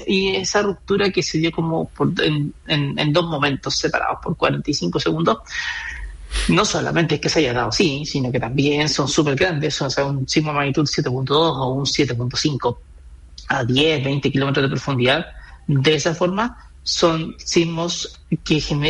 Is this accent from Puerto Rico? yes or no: no; Chile; Yo creo que aquí se nos sale esta cuestión de que somos chilenos.